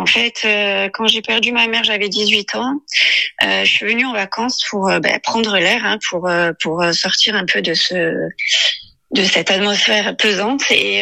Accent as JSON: {"language": "French", "town": "Marseille", "region": "Provence-Alpes-Côte d'Azur", "country": "France", "lives_now": "Corsica, France", "said": "Voilà, donc je suis arrivée en Corse en 2004. Parce que je suis de Marseille de base, mais mes racines sont corses"}